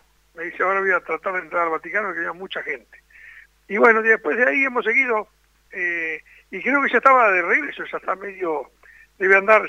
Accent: Argentina; Yo soy argentino

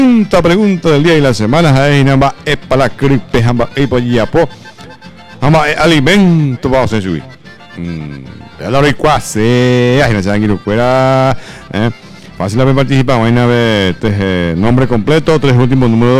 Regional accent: Paraguay; somos paraguayos de la misma sangre.

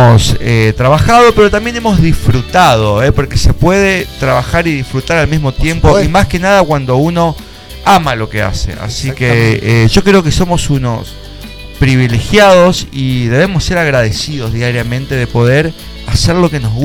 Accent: Argentina; somos argentinos

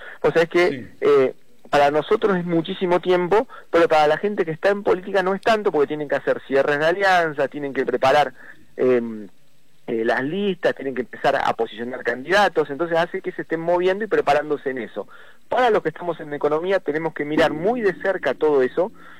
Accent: Rafaela, Santa Fe, Argentina; como rafaelinos y como argentinos

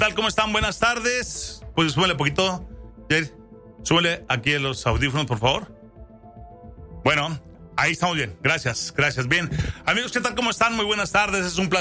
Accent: Mexico; es necesario que todos como mexicanos entendamos cómo están pasando todas estas cosas

